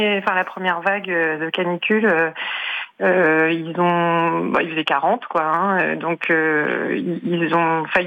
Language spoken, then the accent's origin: French; Normandy, France; moi je suis normande hein, donc la chaleur c'est pas trop mon truc